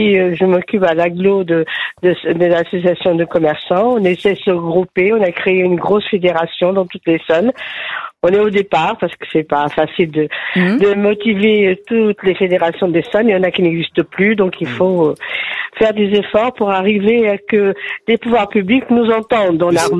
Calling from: Yerres, Île-de-France, France; je suis à Hyères dans l'Essonne.

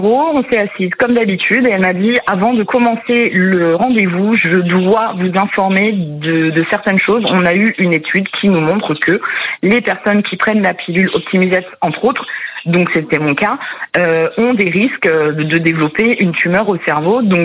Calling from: Chaumont, Brittany, France; J'habite à Chaumont, en Ille-et-Vilaine

